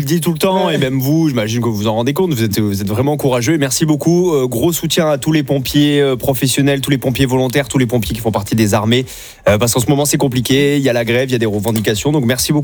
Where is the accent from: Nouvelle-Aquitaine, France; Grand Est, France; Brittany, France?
Nouvelle-Aquitaine, France; Moi en plus je viens des Landes, donc ça me touche encore plus quand c'est proche de chez toi.